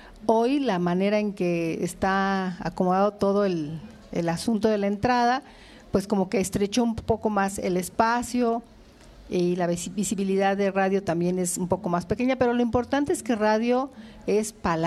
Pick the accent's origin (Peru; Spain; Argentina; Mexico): Mexico